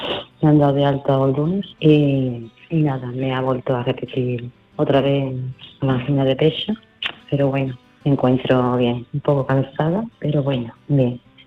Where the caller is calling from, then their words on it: Seville, Andalusia, Spain; de Sevilla.